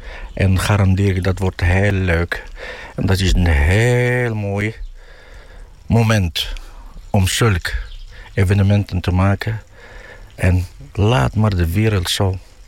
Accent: Morocco; Dutch is a second language; now in Friesland, Netherlands; altijd heb ik gezegd, mijn vaderland is Marokko, maar mijn moederland is Friesland, met me.

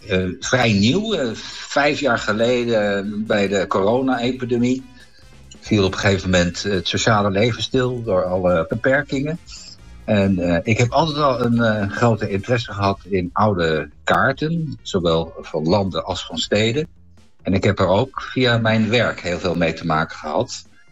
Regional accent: Leiden, South Holland, Netherlands; born there; Ik kom mezelf uit Leiden, ben er geboren en woon er nog steeds.

